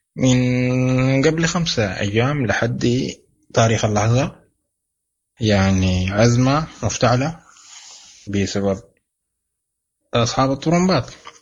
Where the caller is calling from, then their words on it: Omdurman, Khartoum, Sudan; انا مواطن من ام درمان